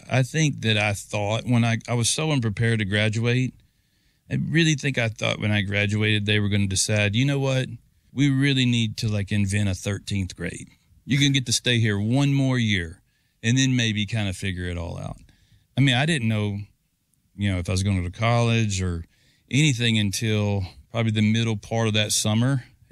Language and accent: English; Missouri, United States; the biggest, I guess, sort of reason I thought it was possible is because … is from my hometown.